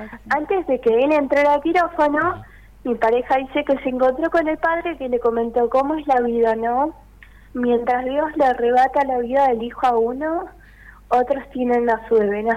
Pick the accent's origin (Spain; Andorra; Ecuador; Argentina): Argentina; Caleta Olivia, Santa Cruz; soy yo que soy de acá de Caleta